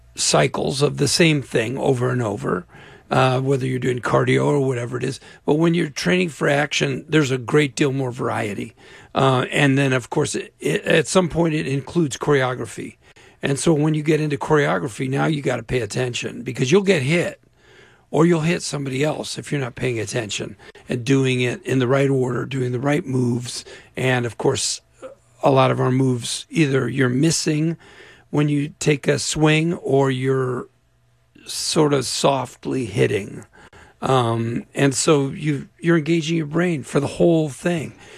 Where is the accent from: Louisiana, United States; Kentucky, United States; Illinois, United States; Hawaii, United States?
Illinois, United States; Naperville; Yeah, I'm from Chicago. I'm from Naperville